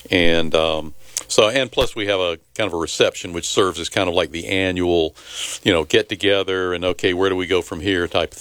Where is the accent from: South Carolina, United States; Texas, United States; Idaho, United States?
South Carolina, United States; Orangeburg; moved away; I grew up in Orangeburg